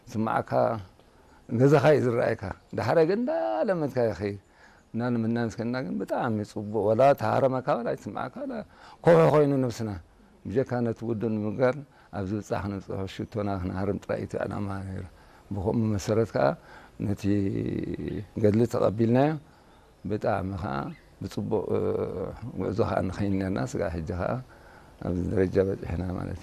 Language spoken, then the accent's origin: Tigrinya; Dekemhare, Southern Region, Eritrea; born there; ኣነ ተወለት ኩሉ 1952 ኣብ ደቂ ምሃረ ተወሊደ